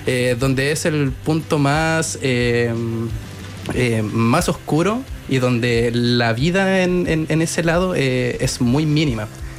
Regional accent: Alto Hospicio, Tarapacá, Chile; el vocalista, somos de Alto Hospicio.

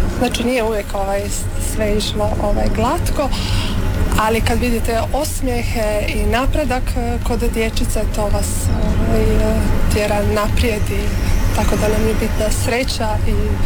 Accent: Karanac, Osijek-Baranja County, Croatia; iz Karanca sam.

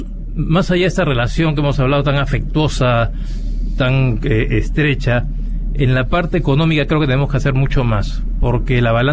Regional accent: Peru

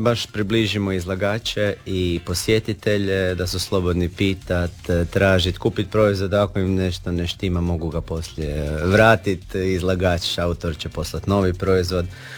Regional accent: Pula, Istria County, Croatia; tu u Južnoj Istri, kod nas u Puli.

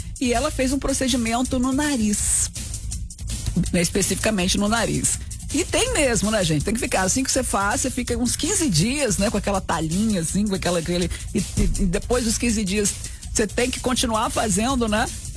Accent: Guarapari, Espírito Santo, Brazil; now in Linhares, Brazil; Eu não sou daqui, né? Mas faz algum tempo que eu moro por cá. Sou de Guarapari, vocês acreditam? Então, tô por aqui, né? Há mais de 20 anos, 22 anos que eu tô por aqui, já sou quase linharense, né?

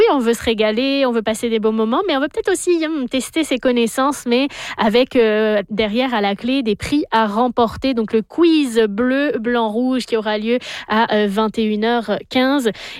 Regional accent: France; moved away

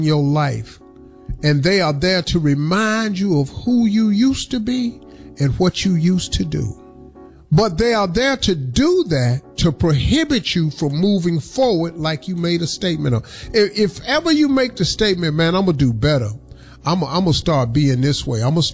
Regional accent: Colombia; I'm from Colombia.

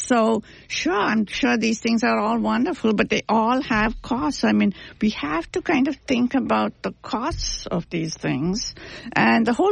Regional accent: India; moved away; I'm originally from India

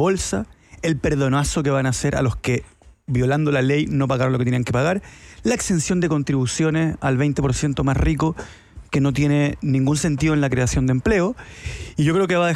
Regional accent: Chile; No, me refiero a que como chileno, el argentino es tu hermano.

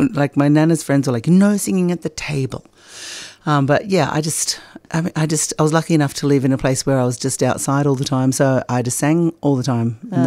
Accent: Hay, New South Wales, Australia; I'm from Hay, New South Wales.

